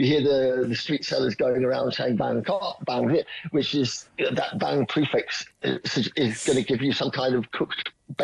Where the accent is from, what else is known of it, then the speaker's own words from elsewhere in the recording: England, United Kingdom; For us, as the English and the Westerners, it tends to be the potato and bread.